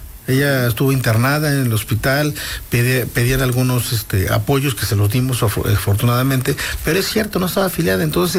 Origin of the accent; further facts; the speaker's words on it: Mexico; como buenos mexicanos somos, y me incluyo también